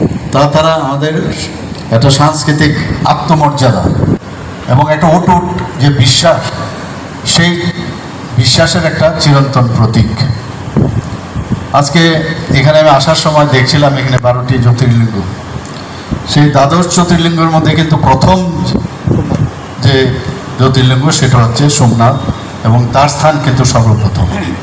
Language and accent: Bangla; Tripura, India; আমরা ত্রিপুরার মানুষ এমনি অত্যন্ত আমরা জানি যে ধর্মপ্রাণ মানুষ